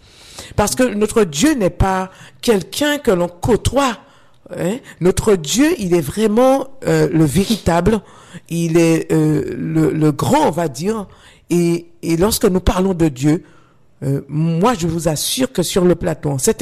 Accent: Guadeloupe; chez nous en Guadeloupe.

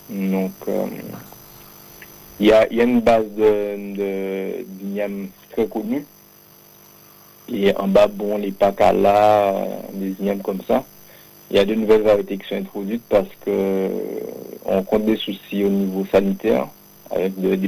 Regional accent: Les Abymes, Guadeloupe; Et moi, en fait, je suis originaire des Grands Fonds, Grands Fonds des Abîmes.

